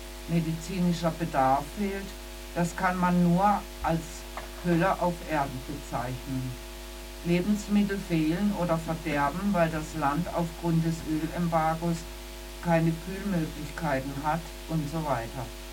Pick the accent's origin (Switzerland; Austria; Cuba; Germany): Cuba; dem Publikum meine Geschichte, meine Kindheit in Kuba zu vermitteln. Wir wissen alle, was gerade auf Kuba los ist.